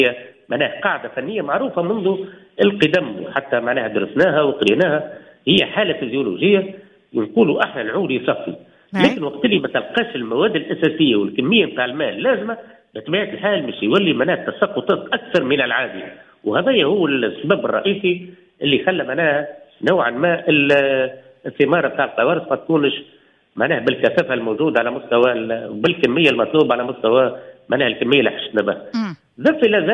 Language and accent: Arabic; Nabeul Governorate, Tunisia